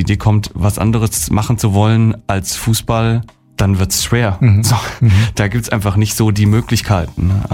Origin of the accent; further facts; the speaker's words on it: Thuringia, Germany; ich komme aus der Nähe von Eisenach, also nicht so richtig aus der Stadt.